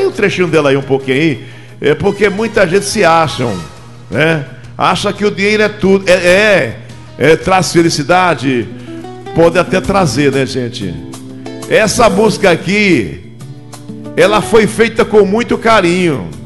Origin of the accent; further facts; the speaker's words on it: Brazil